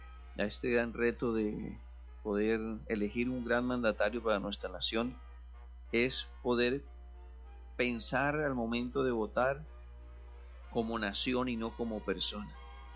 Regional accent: Colombia

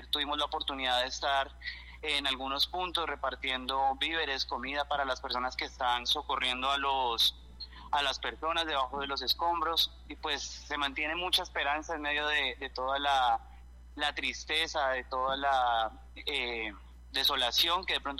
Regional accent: Llanos Orientales, Colombia; moved away as an adult; now in Cali, Colombia; las personas que somos de allá, que somos llaneros, que estamos acá en este momento en Cali

